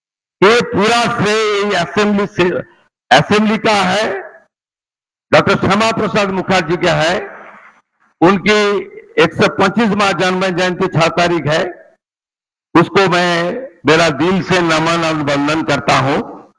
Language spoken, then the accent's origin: Hindi; West Bengal, India; इसलिए आज जो खास करके मैं बंगाल से आती हूं, सॉन ऑफ द सॉयल हूं, ये बंगाल भारत में है